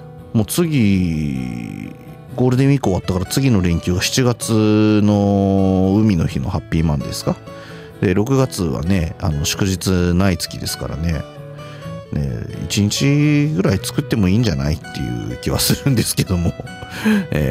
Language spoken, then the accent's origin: Japanese; Sapporo, Hokkaido, Japan; born or raised there